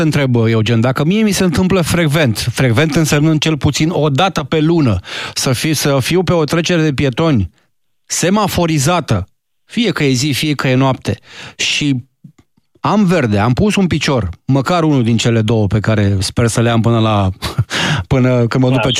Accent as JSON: {"language": "Romanian", "town": "Constanța", "region": "Constanța County", "country": "Romania", "moved": "yes", "lives_now": "Bucharest, Romania", "said": "Eu, Constanțean fiind"}